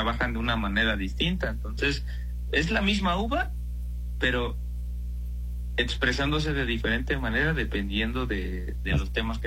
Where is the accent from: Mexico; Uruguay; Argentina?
Mexico